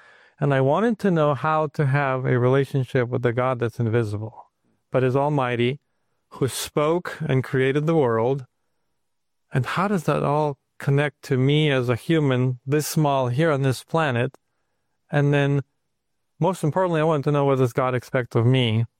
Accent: Ukraine; now in United States; We came over with my father from Ukraine right when communism fell apart, and it was a time to say, all right, let's look for a new opportunity.

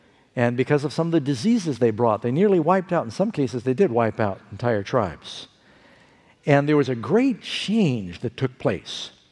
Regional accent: United States; I'm thankful that I'm American.

